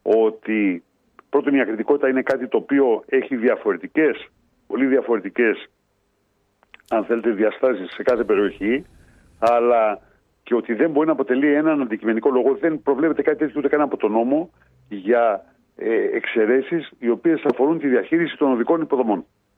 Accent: Northern Greece, Greece; ως Βορειοελλαδίτης

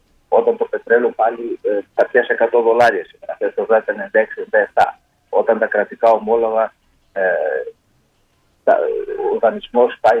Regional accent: Grevena, Western Macedonia, Greece; moved away; στην ιδιαίτερη πατρίδα μου τα Γραβενά.

